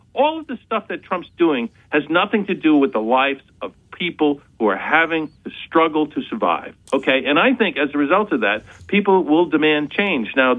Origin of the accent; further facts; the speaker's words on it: New England, United States; I grew up in New England